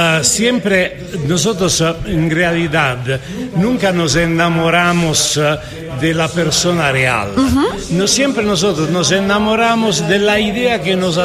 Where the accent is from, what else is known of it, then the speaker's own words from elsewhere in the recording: Italy; Spanish is a second language; moved away; Soy un pinche italiano, efectivamente.